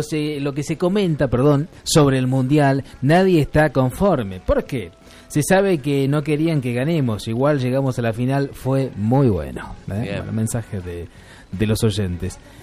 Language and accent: Spanish; Argentina; ¿por qué tenemos que sacar las cosas de Argentina si somos argentinas todo el año?